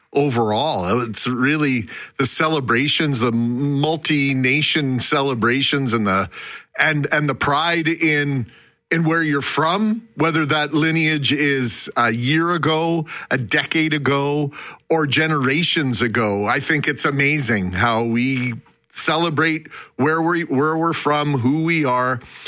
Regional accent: Canada; I don't really identify with another ethnic background. I'm Canadian. That's the only thing I've ever seen myself as.

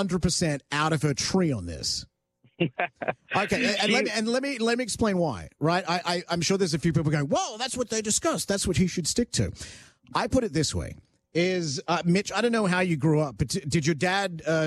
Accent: Sydney, New South Wales, Australia; moved away; because that's my hometown.

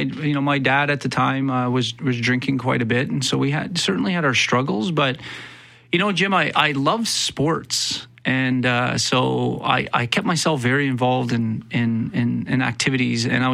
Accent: Winnipeg, Manitoba, Canada; Yeah, I was born in Winnipeg's North End.

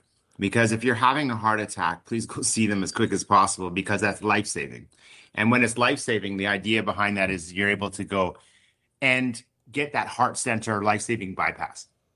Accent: Alberta, Canada; I'm from Alberta and a lot of farmers out there

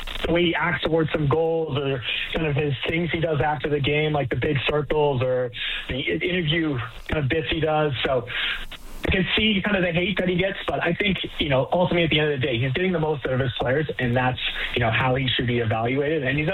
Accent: Canada; maybe I'm a little biased because I'm Canadian

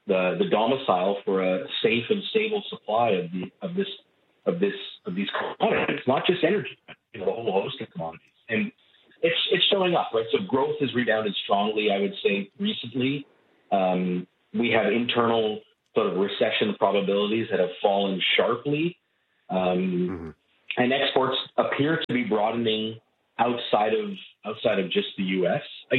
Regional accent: Edmonton, Alberta, Canada; So historically, the drivers of growth in Canada, I'm actually originally from Edmonton, is we sort of dig stuff out of the ground

